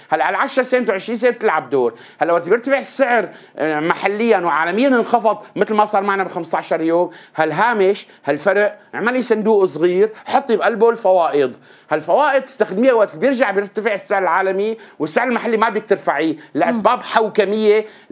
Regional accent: Syria; عندنا بسوريا

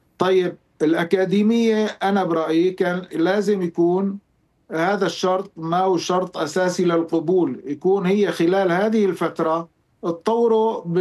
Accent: Syria; أنا بهمني أطور التحكيم في بلدي، أنا بهمني أطور التحكيم السوري

